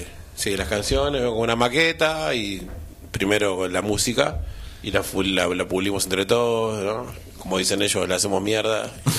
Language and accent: Spanish; San Fernando, Buenos Aires Province, Argentina; yo soy de San Fernando y ensayamos en Olivos.